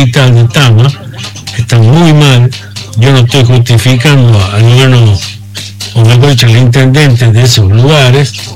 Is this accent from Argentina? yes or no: yes; La Rioja, Argentina